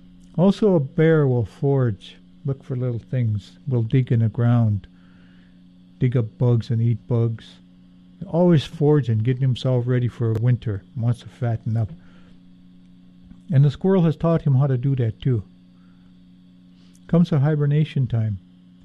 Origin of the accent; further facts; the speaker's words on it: Hoonah, Alaska, United States; My people originally came from the Glacier Bay area, but I grew up in the Isis Straits and Hoonah, as well as Excursion Inlet.